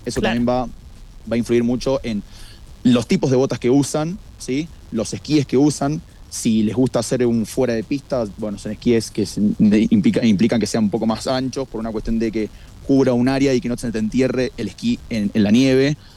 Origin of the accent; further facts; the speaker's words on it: Mendoza, Argentina; born there; moved away; Yo soy mendocino y nací en la montaña